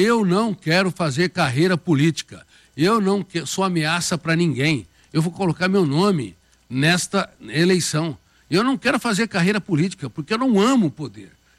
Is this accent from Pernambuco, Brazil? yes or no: no; Colina, São Paulo, Brazil; born there; na minha querida cidade, onde eu nasci, Colina.